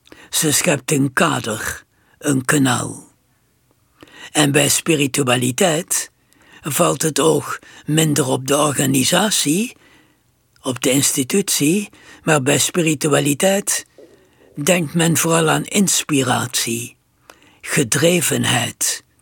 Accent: Netherlands; wij zijn Nederlanders

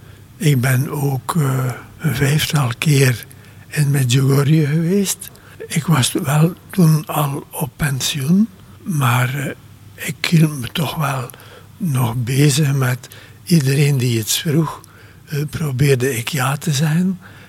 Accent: Bruges, Flanders, Belgium; born there; Ik ben geboren in Brugge

